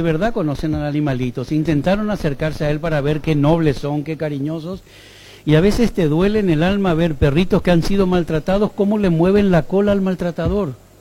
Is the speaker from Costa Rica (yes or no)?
no; Buenos Aires, Argentina; moved away as an adult; also born or lived in Spain; now in Paraguay; cuando yo tenía 6 años, mi madre nos llevó a vivir a Buenos Aires, yo volví con 18 años y a los 23 ya me fui de Paraguay y no volví hasta el 2015.